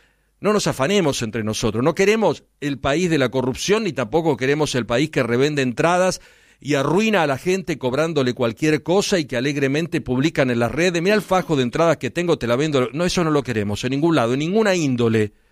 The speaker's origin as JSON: {"language": "Spanish", "country": "Argentina", "said": "Somos argentinos y defendemos algo."}